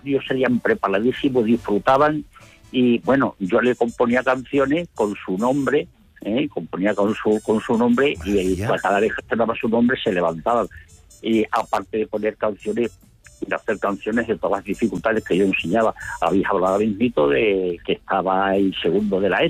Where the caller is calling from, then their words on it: San Juan de Aznalfarache, Andalusia, Spain; De Sevilla estoy, aquí en Sevilla.